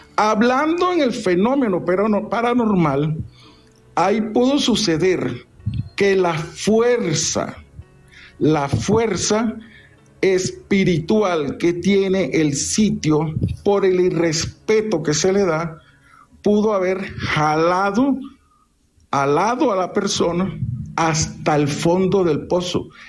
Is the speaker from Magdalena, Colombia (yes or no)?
yes; Santa Marta, Magdalena, Colombia; como samario que soy de pura cepa